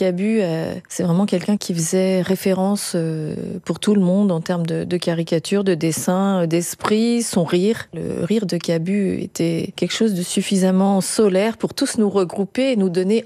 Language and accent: French; Auvergne-Rhône-Alpes, France; comme je suis de Haute-Savoie